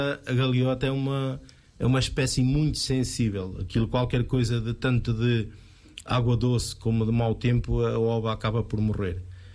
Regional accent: Gafanha, Aveiro, Portugal; nós gafanhões

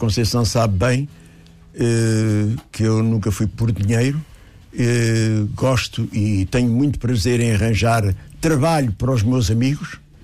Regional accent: Lisbon, Portugal; E morava na Rua do Duque, morei até casar. Portanto, eu sou alfacinha de gema.

